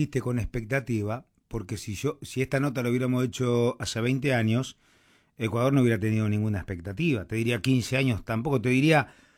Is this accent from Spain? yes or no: no; Argentina; de tú a tú, de voz a voz, de che a che, como argentino que somos nosotros